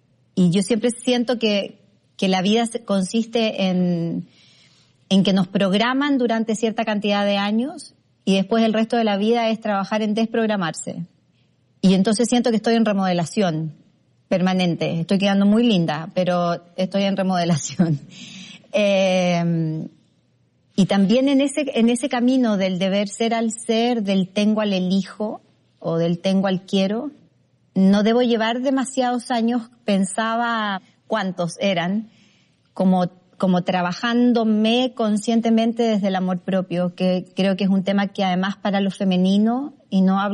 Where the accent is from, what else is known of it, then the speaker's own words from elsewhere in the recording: Chile; soy chilena, antes que nada mujer, mamá de un hijo de 31 y una hija de 28